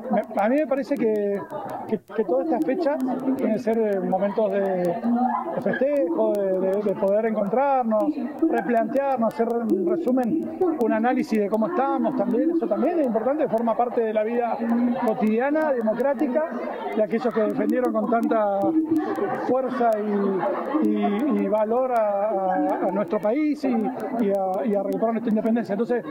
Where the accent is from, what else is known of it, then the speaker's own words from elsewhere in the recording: Argentina; valores y a nuestro sentido de pertenencia que tenemos como argentinos.